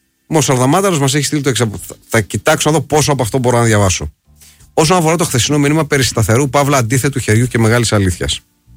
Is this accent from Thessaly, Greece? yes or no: yes; Karditsa, Thessaly, Greece; πριν 20 χρόνια στο χωριό μου την Καρδίτσα γυρίζοντας από τα χωράφια?